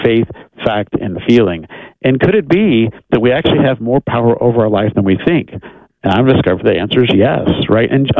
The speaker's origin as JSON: {"language": "English", "region": "Texas", "country": "United States", "said": "I'm from Texas, right?"}